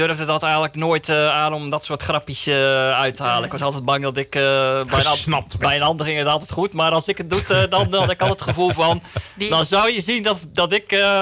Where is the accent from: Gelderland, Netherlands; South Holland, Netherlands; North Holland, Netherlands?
South Holland, Netherlands